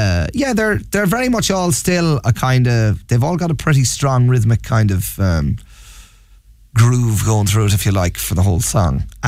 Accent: Trim, Leinster, Ireland; my hometown in Trim

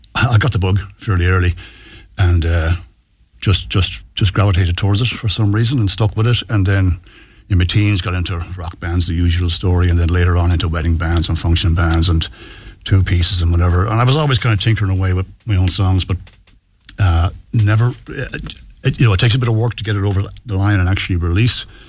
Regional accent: Galway, Connacht, Ireland; moved away as an adult; now in Kilcolgan, Ireland; I'm from Salt Hill originally, yes, Salt Hill boy, John, and couldn't afford to live there now. My mum still lives there, and I'm out in Kilcolgan for the last 20 odd years. Like it out there. It's the rural suburbs, as I call it.

